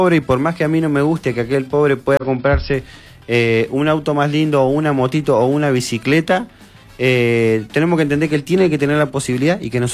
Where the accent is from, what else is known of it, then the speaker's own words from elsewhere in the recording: Argentina; somos todos argentinos